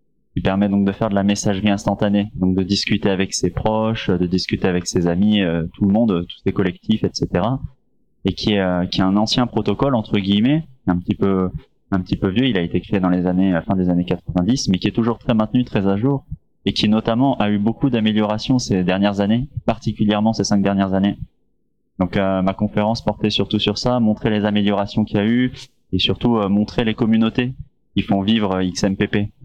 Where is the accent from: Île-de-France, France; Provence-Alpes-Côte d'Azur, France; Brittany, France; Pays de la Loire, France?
Brittany, France; Rennes; Alors, moi, du coup, je viens de Rennes, en France. Où, voilà, la capitale de la Bretagne.